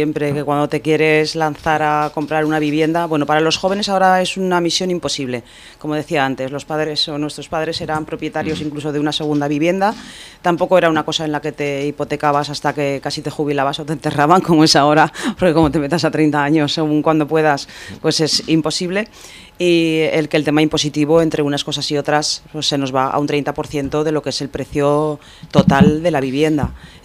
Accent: Borja, Aragon, Spain; ya que vengo de Borja

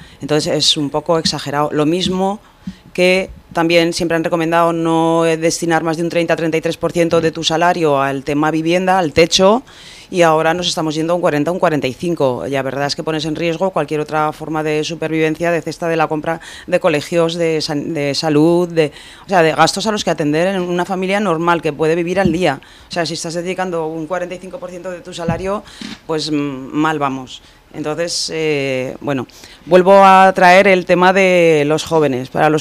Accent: Borja, Aragon, Spain; ya que vengo de Borja

